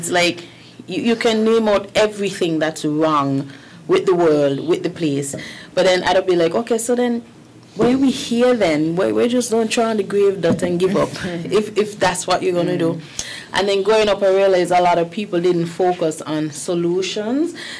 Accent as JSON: {"language": "English", "town": "Sandy Point", "region": "Saint Anne Sandy Point", "country": "St. Kitts & Nevis", "said": "I'm originally from Sandy Point."}